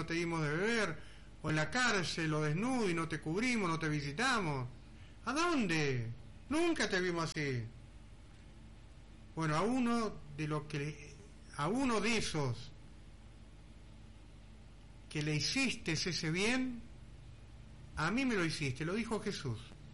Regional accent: Argentina; Soy argentino todo el año, no cuando viene la Copa, no cuando viene el Mundial únicamente.

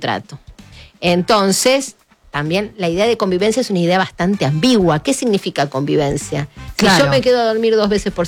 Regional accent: Argentina; ¿somos racistas los argentinos?

